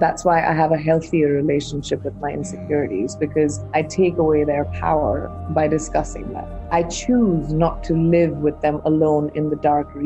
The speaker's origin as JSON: {"language": "English", "country": "India", "tie": "born or raised there", "said": "I'm an Indian who's grown up in India"}